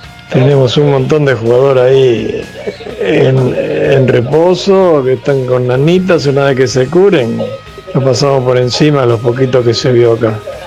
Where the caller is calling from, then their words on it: Buenos Aires, Argentina; soy de Villa Santa Rita